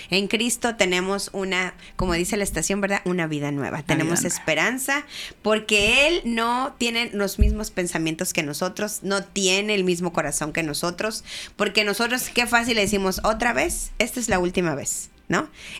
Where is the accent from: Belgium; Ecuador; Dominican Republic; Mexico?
Mexico; estábamos como buenos mexicanos llenos de memes